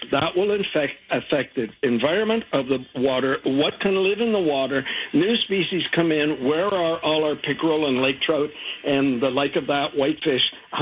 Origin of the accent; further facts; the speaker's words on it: Canada; I'm a Canadian nationalist. Yes, let's have Canadian data controlled by Canadian sources.